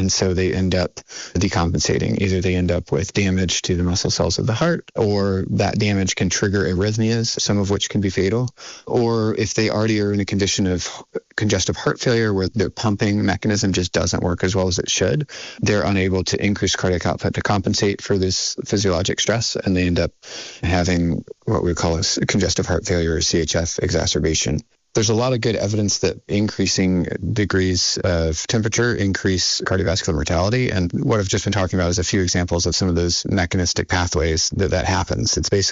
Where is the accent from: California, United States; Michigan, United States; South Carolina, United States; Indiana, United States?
South Carolina, United States; moved away; Or even if you go to the American South, I grew up in South Carolina and it's just normal to have air conditioning in every house.